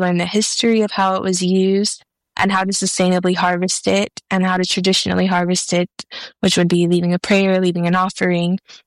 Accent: Tucson, Arizona, United States; born there; I come from the Pascua Yaqui tribe, barrio libre, and new pascua communities in Tucson, Arizona.

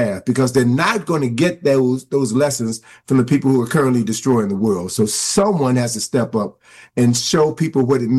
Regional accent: Chicago, Illinois, United States; my hometown Chicago

